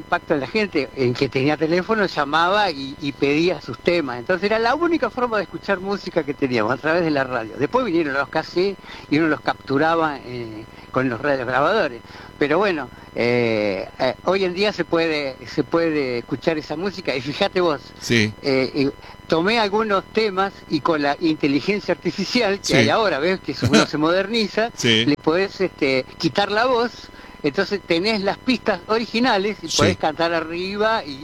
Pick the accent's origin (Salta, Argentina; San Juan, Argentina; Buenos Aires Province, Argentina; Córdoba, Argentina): Buenos Aires Province, Argentina; La Plata; born there; also born or lived in General Madariaga; yo viví mucho tiempo en La Plata, no sé, nací en La Plata y también en General Madariaga